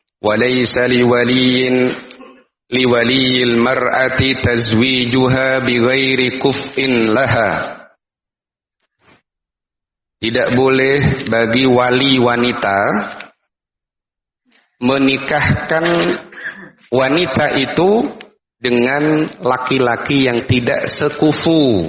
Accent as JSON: {"language": "Indonesian", "town": "Medan", "region": "North Sumatra", "country": "Indonesia", "said": "Kalau itu sahih, berarti tidak boleh bagi kita orang Medan nikah sama orang Arab."}